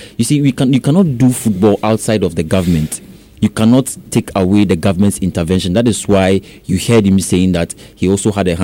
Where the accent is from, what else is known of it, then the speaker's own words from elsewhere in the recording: Ghana; As every Ghanaian was.